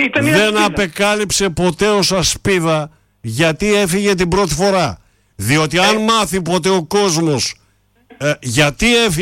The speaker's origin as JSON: {"language": "Greek", "region": "Istanbul", "country": "Turkey", "moved": "yes", "said": "Και εγώ λατρεύω την Κωνσταντινούπολη. Δεν μπορώ να πάω στην πατρίδα μου για τέσσερις λόγους."}